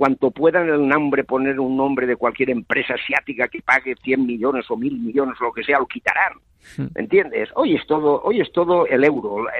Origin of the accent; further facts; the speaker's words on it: Valencia, Valencian Community, Spain; born there; Mira, yo nací en Valencia y era Plaza del Caudillo, luego ha sido Plaza del Ayuntamiento